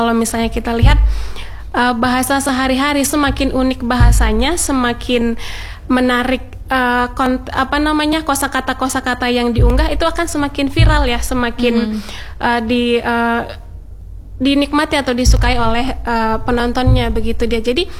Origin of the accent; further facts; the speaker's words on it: North Sumatra, Indonesia; Dan misalnya saya Batak, ketika kita saya ngobrol bahasa Batak, orang akan tahu oh Batak itu seperti ini, oh ngomongnya agak tinggi nadanya Baba.